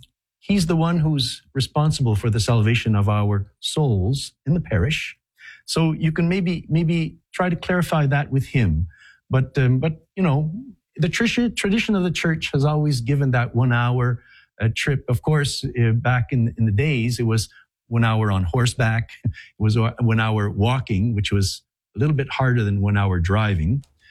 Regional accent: Canada

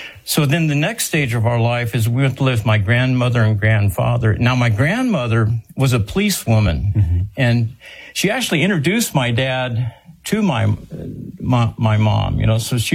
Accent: San Antonio, Texas, United States; born there; Well, I was born in San Antonio, Texas, and the Lord blessed me with quite a bit of adversity.

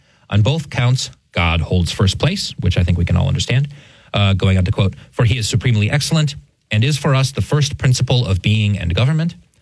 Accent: United States

